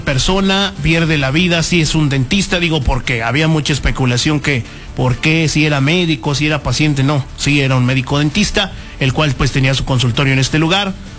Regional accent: Mexico; Los mexicanos, como todo mexicano

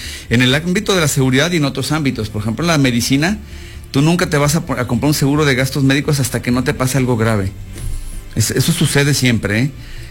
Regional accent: Mexico

